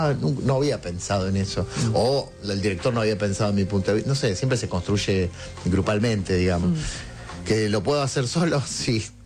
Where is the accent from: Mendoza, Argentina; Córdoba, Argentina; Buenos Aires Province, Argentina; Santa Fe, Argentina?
Santa Fe, Argentina; Rosario; moved away; vengo del interior, vengo de Rosario